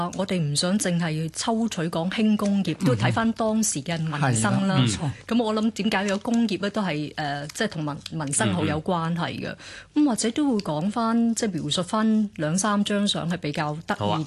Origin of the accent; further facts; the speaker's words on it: Kowloon, Hong Kong; 我記得我自己細個嘅時候住喺旺角附近嘅